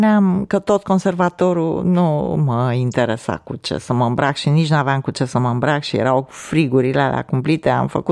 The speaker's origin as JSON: {"language": "Romanian", "town": "Ploiești", "region": "Prahova", "country": "Romania", "said": "Eu sunt din Ploiești"}